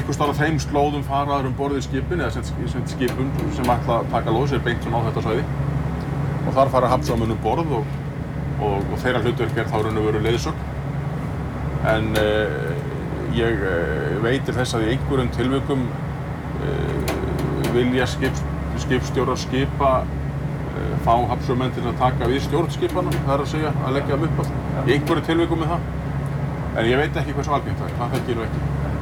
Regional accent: Grindavík, Southern Peninsula, Iceland; Ég kem úr Grindavík hérna, og býð þar

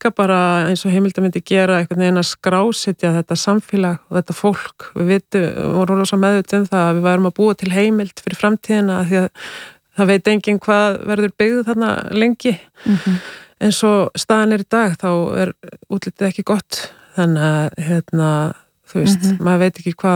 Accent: Grundarfjörður, Western Region, Iceland; ég er sjálf frá Grundarfirði og að vera að skoða heimildir þaðan

